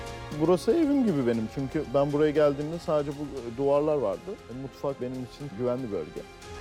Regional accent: Istanbul, Turkey; born there; also born or lived in Ordu; 27 yaşındayım. İstanbul'da doğdum. Aslen Orduluyum. Orta sınıf bir ailede büyüdüm.

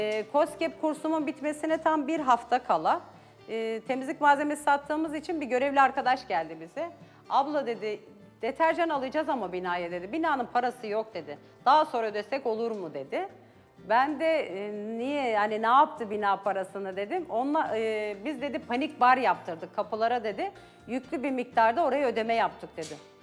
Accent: Kangal, Sivas, Turkey; Evliyim, iki çocuk annesiyim, Sivas Kangallıyım.

